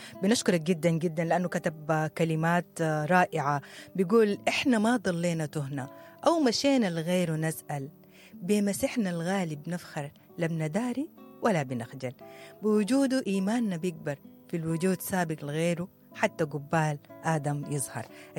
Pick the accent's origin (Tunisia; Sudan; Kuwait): Sudan; إحنا كمجتمع سوداني معروفين بحبنا للجيرة